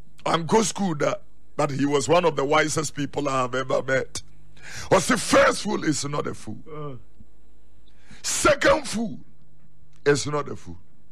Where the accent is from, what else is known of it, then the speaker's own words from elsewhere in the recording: Accra, Greater Accra, Ghana; I was born in Accra. So I see myself more as a girl than a kwewu person.